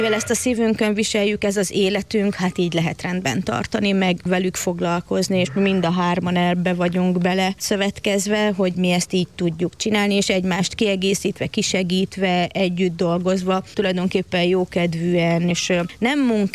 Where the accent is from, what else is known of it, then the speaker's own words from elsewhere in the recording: Eger, Heves, Hungary; moved away; Én egri gyerek vagyok